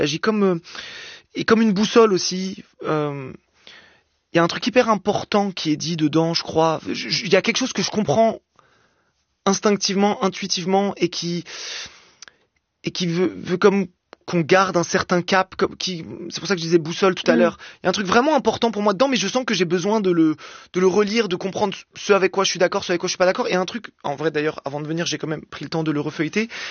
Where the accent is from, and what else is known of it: Algeria